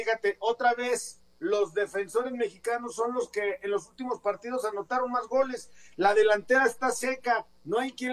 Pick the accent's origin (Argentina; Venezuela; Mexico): Mexico; y es que como mexicano, pues con todo respeto, al final de cuentas esas cosas no juegan en la cancha.